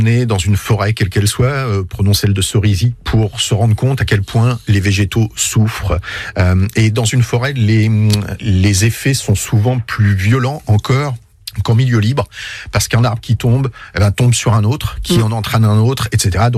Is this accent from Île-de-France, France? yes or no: no; Normandy, France; on est normand